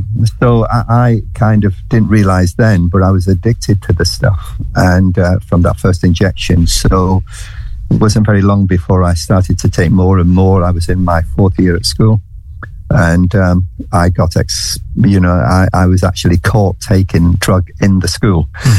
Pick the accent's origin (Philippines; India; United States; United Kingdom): United Kingdom; St Helens, North West England; now in London, United Kingdom; I was brought up in Merseyside. I was brought up in a place near Liverpool called St. Helens. And I was brought up in a church